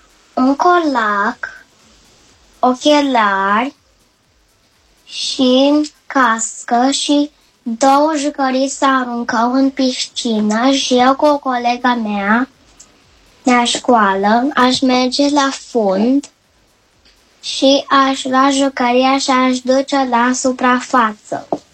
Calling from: Constanța, Constanța County, Romania; din Constanța.

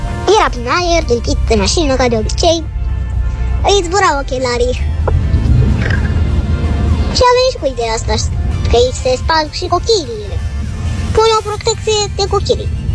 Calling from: Iași, Iași County, Romania; din Iași, am 7 ani.

